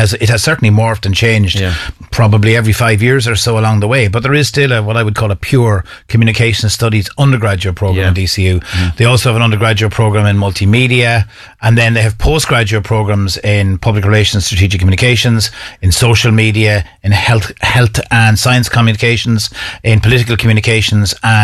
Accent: Sligo, Connacht, Ireland; And a very wise guidance teacher I'm from Sligo, so a wise guidance teacher in Summerhill College in Sligo pointed me towards the degree in communication studies

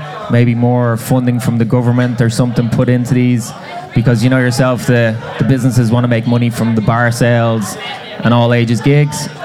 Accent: Donabate, Leinster, Ireland; are a band from my hometown. I'm from Donabate.

